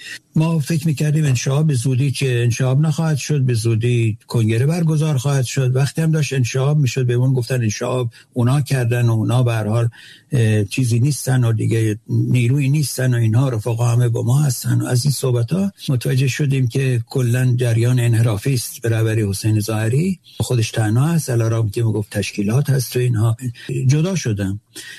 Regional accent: Zagros Mountains, Iran; born there; also born or lived in Shiraz; زادگاهم دامنه کوهی از رشته کوههای زاگرس، کوه سرخ.

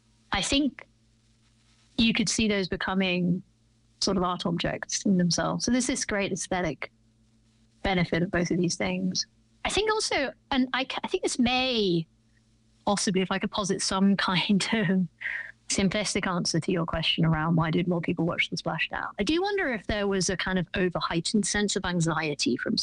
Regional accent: England, United Kingdom; now in United States

